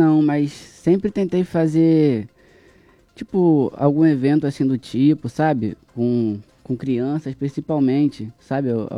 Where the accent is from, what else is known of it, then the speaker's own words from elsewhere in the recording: Arraial do Cabo, Rio de Janeiro, Brazil; also born or lived in Bom Jesus do Itabapoana; eu moro lá no morro desde criança, cara. Só não nasci lá, eu nasci em Bom Jesus de Itabapuana, mas só nasci também. Entendi. Aí vim pra Arraial novo, meus pais vieram pra Arraial, eu era novo. Moro lá minha vida toda